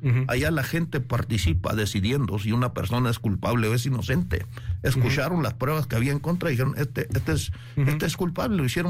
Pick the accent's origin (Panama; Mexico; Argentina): Mexico; Chihuahua; born there